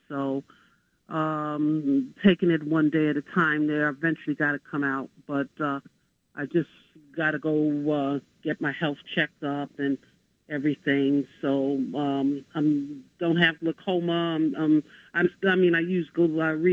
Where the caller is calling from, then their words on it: New York, United States; from the South Bronx.